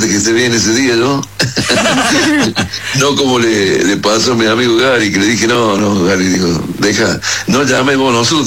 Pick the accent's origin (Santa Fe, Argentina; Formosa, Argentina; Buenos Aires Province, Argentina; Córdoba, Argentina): Córdoba, Argentina; soy de Córdoba, a muerte.